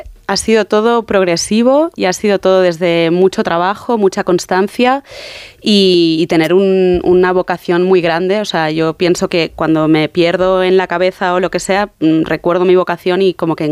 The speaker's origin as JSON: {"language": "Spanish", "town": "Barcelona", "region": "Catalonia", "country": "Spain", "said": "yo es que soy de Barcelona"}